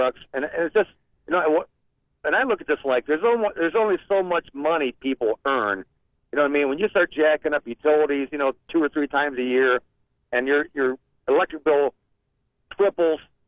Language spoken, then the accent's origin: English; Akron, Ohio, United States; moved away as an adult; now in Mahoning County, United States; I'm originally from Akron, Cuyahoga Falls area.